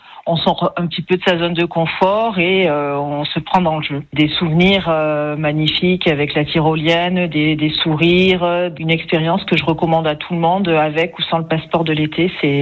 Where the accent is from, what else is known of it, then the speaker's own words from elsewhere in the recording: Auvergne-Rhône-Alpes, France; je viens de l'Ardèche.